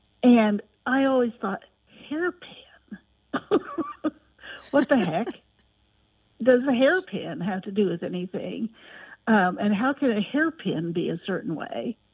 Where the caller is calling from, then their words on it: Wichita, Kansas, United States; I'm calling from Wichita, Kansas.